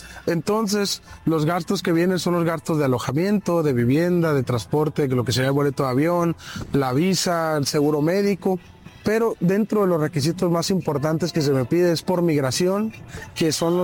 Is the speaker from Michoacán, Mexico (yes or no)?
no; Tijuana, Baja California, Mexico; soy trompetista, soy tijuanense, californiano